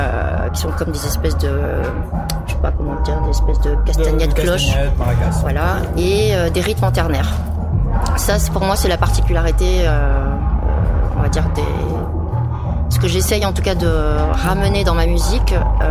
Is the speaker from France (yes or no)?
no; Côte d’Ivoire; moved away; moi je suis d'origine tunisienne cambodgienne et j'ai grandi en Côte d'Ivoire.